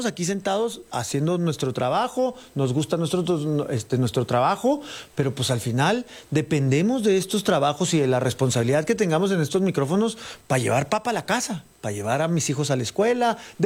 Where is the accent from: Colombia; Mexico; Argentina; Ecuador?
Mexico; Chihuahua; él es de Coahuila, yo soy de Chihuahua.